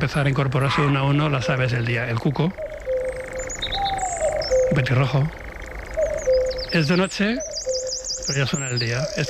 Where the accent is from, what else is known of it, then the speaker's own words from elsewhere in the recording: La Granja, Castile and León, Spain; Esta es la Alameda del Medio Punto, en mi pueblo, en La Granja, en Segovia.